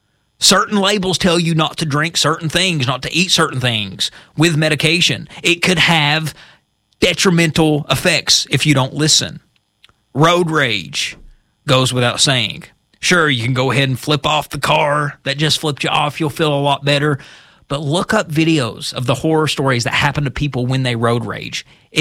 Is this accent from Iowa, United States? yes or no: no; Kentucky, United States; Raise your hand if you survived that growing up in Eastern Kentucky. I did.